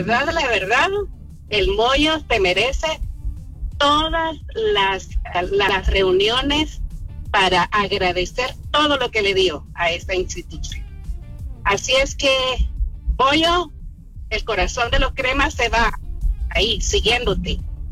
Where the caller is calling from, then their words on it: San Lucas, Guatemala; de San Lucas.